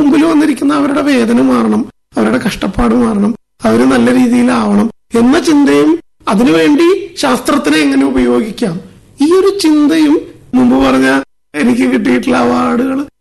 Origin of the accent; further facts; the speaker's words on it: Irinjalakuda, Kerala, India; ഞാൻ ഇഴഞ്ഞാലക്കുടക്കാരനാണ്.